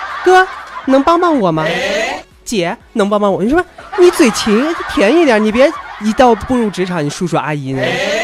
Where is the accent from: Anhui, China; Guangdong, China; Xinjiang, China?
Xinjiang, China; 就像咱们新疆人说的皮牙子一样，